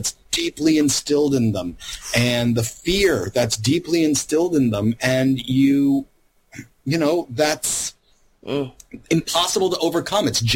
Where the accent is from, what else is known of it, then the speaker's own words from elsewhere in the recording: Louisiana, United States; I grew up mostly in Louisiana.